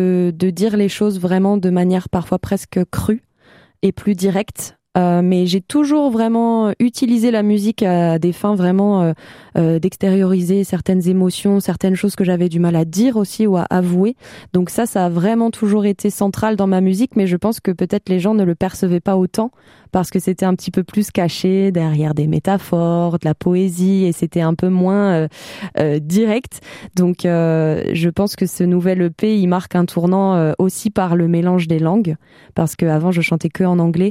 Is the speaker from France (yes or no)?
yes; Grand Est, France; moved away as an adult; also born or lived in Toulouse; je suis partie donc à Toulouse parce que j'ai grandi en Alsace. Je suis pas originaire de Toulouse.